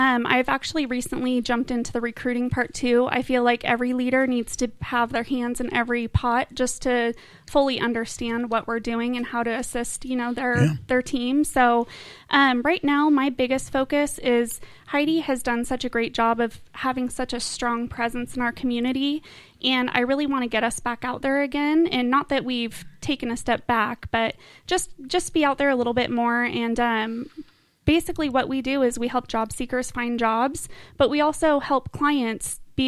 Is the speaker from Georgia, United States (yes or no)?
no; Eureka, California, United States; now in Redding, United States; So I was born and raised in Eureka. And then my dad got a job as a teacher and football coach here in Reading. So our family moved over to Reading.